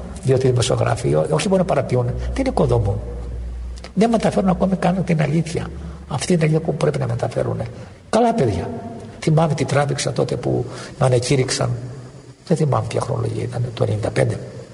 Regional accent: Peloponnese, Greece; Γι' αυτό είμαι από την Αργολίδα.

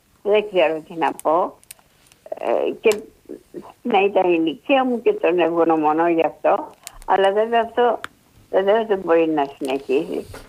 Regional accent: Athens, Attica, Greece; born there; now in Piraeus, Greece

